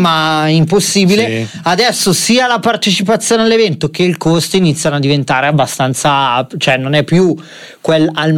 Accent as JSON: {"language": "Italian", "area": "Brianza", "region": "Lombardy", "country": "Italy", "said": "io da buon brianzolo"}